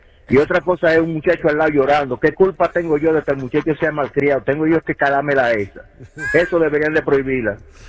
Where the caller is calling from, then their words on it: New Jersey, United States; de New Jersey.